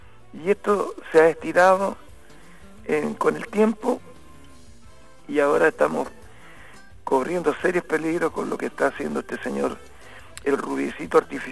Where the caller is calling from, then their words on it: Lota, Biobío, Chile; De aquí, de Lotalto.